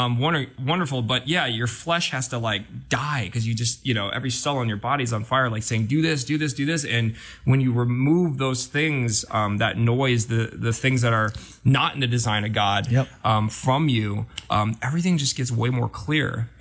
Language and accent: English; South Korea; I'm adopted from Korea and I didn't tell a lot of people about it